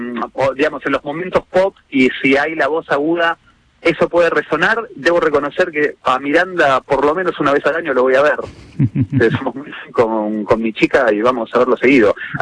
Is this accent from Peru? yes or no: no; Haedo, Buenos Aires Province, Argentina; Yo soy de Aedo, sí.